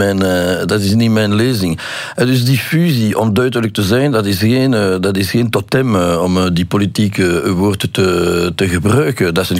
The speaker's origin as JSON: {"language": "Dutch", "town": "Brussels", "region": "Brussels-Capital Region", "country": "Belgium", "said": "Maar ik ben een Brusselaar, dus ik ben echt trots op mijn stad."}